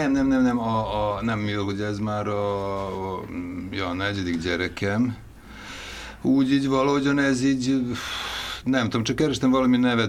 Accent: Novi Kneževac, Vojvodina, Serbia; born or raised there; first language Serbian; Hungarian is a second language; moved away; also born or lived in Piliscsaba

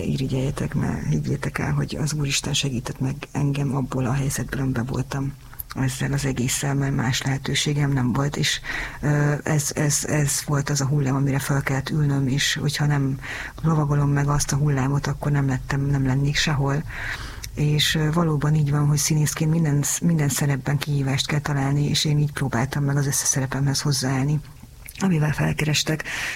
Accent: Hungary; ebben a társadalomban élek, ebben a társadalomban nőttem fel.

